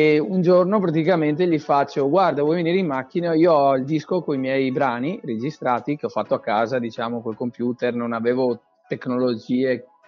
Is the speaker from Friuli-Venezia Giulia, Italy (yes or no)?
no; Veneto, Italy; andato a fare, diciamo, lezione di canto, dove c'è un centro vicino a Vittorio Veneto, praticamente vicino al mio paese